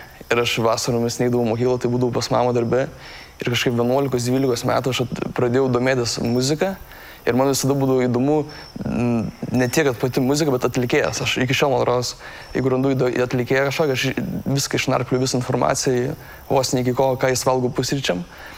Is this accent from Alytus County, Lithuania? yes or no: no; Vilnius County, Lithuania; now in Vilnius, Lithuania; Aš esu iš Bijūnų kaimo, prie Trakų